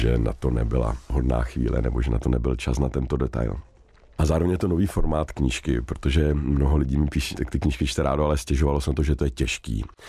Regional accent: Finland; od mého mládí ve Finsku, jak jsem vyrůstal, jsem byl jedna z mála dětí, která viděla železnou oponu z obou stran. Já jsem vyrůstal jak rozesmátém, krásném Finsku a jezdil jsem neustále do České republiky

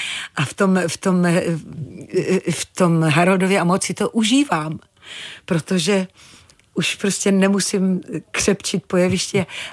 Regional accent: Zlín Region, Czechia; No já jsem Valach, protože mně přijde Valaška, že to je

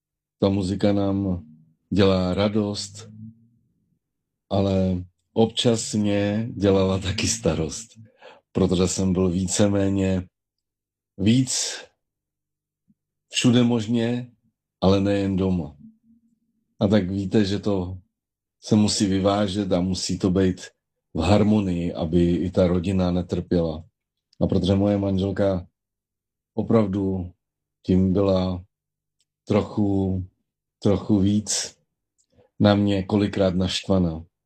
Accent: Cheb, Karlovy Vary Region, Czechia; je mi 52 let, pocházím z Chebu.

